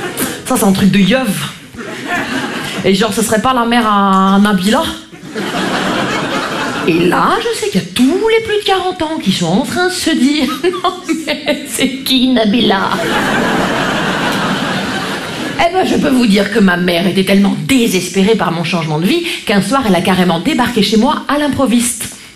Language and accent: French; Grand Est, France; Vous savez, moi je viens des Vosges.